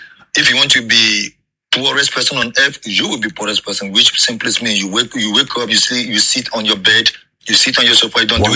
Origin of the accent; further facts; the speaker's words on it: Ghana; As a Ghanaian, I would say no.